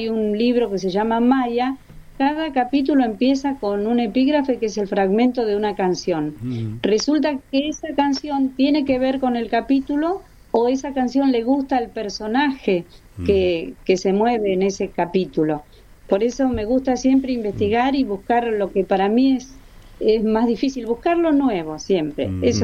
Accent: Buenos Aires Province, Argentina; moved away; also born or lived in Corrientes; yo nací acá, o sea, nací en Cava, pero siempre viví en la zona sur. Después, por distintas circunstancias, desde 1980 al 2000 viví en Corrientes y en el 2000 regresé.

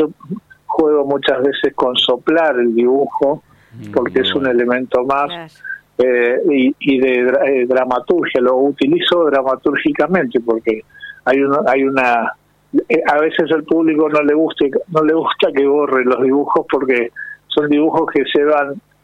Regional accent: Ramos Mejía, Buenos Aires Province, Argentina; Soy de Buenos Aires, de Buenos Aires. De Ramos Mejía, la provincia de Buenos Aires.

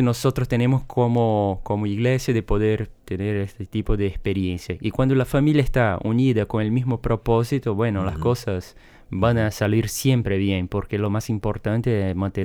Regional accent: Argentina; moved away as an adult; Cuando vinimos como familia argentina

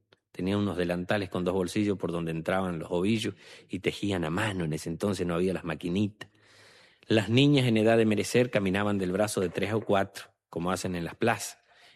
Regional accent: Chaco, Argentina; nacimos por acá. Yo nací en el Chaco.

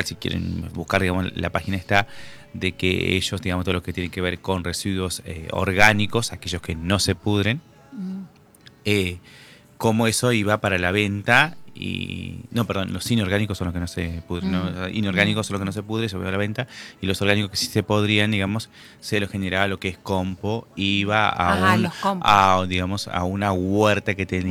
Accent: Federal, Entre Ríos, Argentina; yo soy de Federal

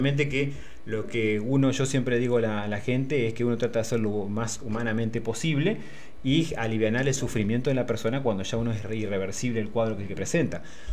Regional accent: Diamante, Entre Ríos, Argentina; also born or lived in Victoria, Entre Ríos; Yo nací en Victoria y a los 3 meses que nací, 3-4 meses, bueno, se vinieron a vivir acá mi papá con mi mamá y ya quedé como un diamantino más

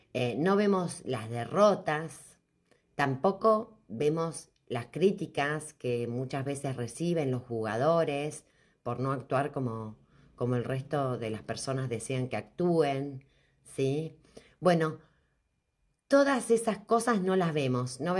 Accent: Argentina; yo soy argentina

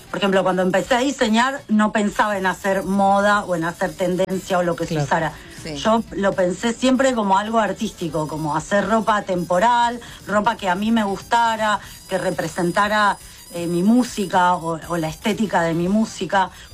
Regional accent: Guaymallén, Mendoza, Argentina; moved away as an adult; now in Buenos Aires, Argentina; Aparte yo vengo de Guaymallén, Mendoza, uh-huh. que es un lugar que ahora es otra cosa, pero en esa época, cuando yo era chica

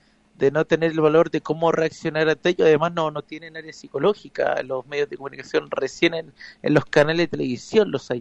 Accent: Santiago, Santiago Metropolitan Region, Chile; born there; Sí, vivo en Santiago de Chile, en la capital.

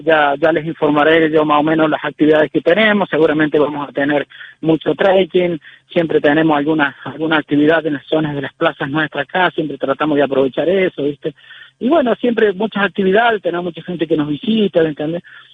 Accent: Luján, San Luis, Argentina; Bueno, mi pueblo, Luján, no tenemos obviamente nada que envidiarles, tenemos un atractivo turístico impresionante

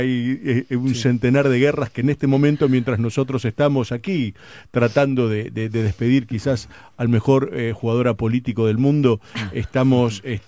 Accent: Uruguay; yo soy uruguayo.

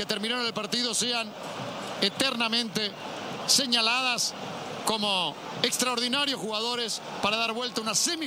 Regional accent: Argentina

